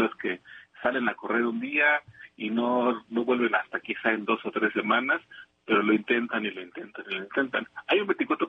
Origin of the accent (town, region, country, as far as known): Mexico